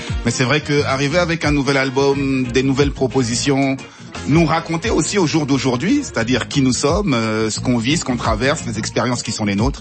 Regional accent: Sarcelles, Île-de-France, France; Nous, on a grandi à Garches-Sarcelles, je le rappelle, dans le 95. Et donc, on a grandi au milieu de la communauté afro dans son ensemble

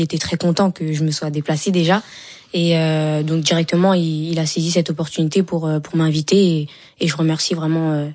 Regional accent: France; Moi, la France, dans tous les cas, je suis française, donc je suis contente

